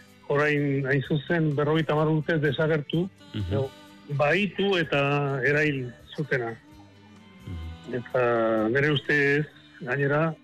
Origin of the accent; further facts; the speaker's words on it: Tarragona, Catalonia, Spain; born there; Ni ere Tarragonan jaio nintzen.